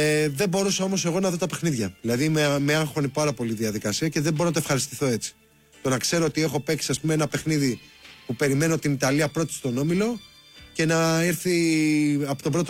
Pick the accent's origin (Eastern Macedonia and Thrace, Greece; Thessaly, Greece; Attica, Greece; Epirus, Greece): Attica, Greece; Nea Ionia; στο γήπεδο της Νέας Ιωνίας, στη γειτονιά μας δηλαδή